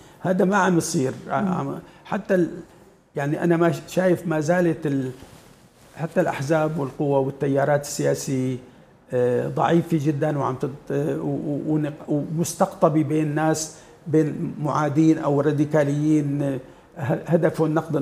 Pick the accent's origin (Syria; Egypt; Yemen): Syria; نحن ما لنا كسوريين